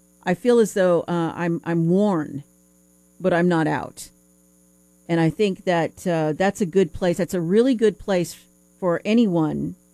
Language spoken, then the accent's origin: English; United States; I love being an American.